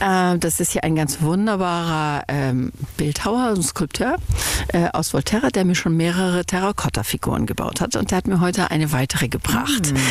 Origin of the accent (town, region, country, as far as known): Germany; now in Italy